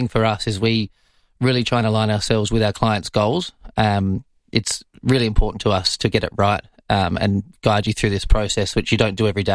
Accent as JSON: {"language": "English", "town": "Woodville", "region": "South Australia", "country": "Australia", "tie": "born or raised there", "said": "I grew up in Woodville."}